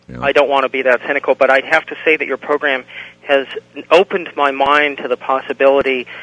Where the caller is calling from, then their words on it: Santa Cruz, California, United States; I'm calling from Santa Cruz, KSCO.